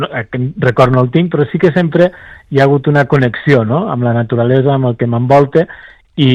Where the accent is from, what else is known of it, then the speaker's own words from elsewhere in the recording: Miralcamp, Catalonia, Spain; Sí, jo crec que sí, perquè sóc de poble, jo sóc de Miralcamp, del Pla d'Urgell